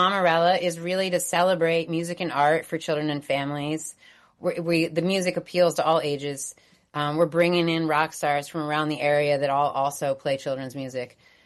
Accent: Pennsylvania, United States; now in Hudson, United States; I'm originally from the Pocono, Philly area.

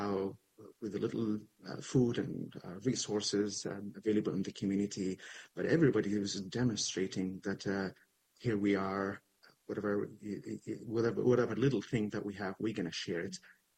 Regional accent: Tindouf Province, Algeria; growing up in a refugee camp and still living in it

